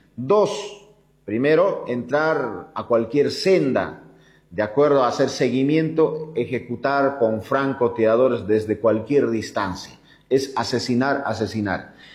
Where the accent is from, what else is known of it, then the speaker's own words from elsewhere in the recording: Bolivia; estamos esperando como pueblo boliviano